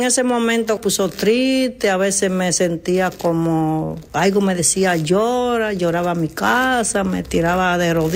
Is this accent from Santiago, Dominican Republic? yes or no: no; Santo Domingo, Distrito Nacional, Dominican Republic; De Santo Domingo, República Dominicana.